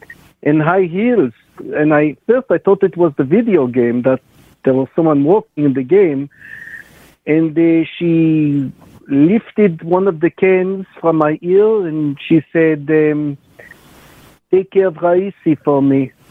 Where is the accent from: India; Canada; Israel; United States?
Israel; English is a second language; No, I am from Israel, and I live in a small little town, Givat Machshev